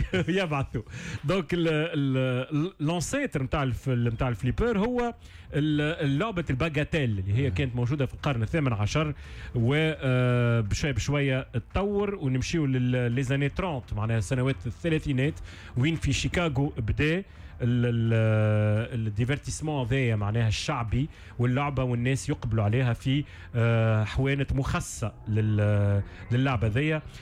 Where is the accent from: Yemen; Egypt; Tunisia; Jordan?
Tunisia; Tunis, Tunis Governorate; في ساحة العملة في تونس العاصمة، معناها في الشجرات الكبار، وكان فما سال دو جو اللوطة، وكان طبعا الأحلى ولاد الحومة الكل، يعني قعدت نسكن غادي حتى لو مش كبير برشا 12-13 ans